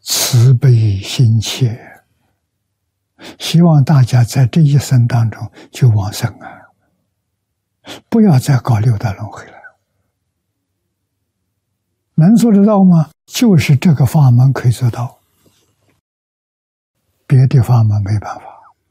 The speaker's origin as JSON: {"language": "Chinese", "country": "China", "said": "我们中国人记载着3000年"}